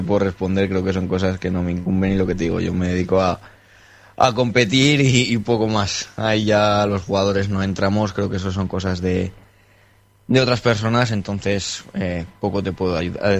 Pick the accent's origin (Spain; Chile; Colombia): Spain; Tarazona, Aragon; now in Zaragoza, Spain; Yo soy de Tarazona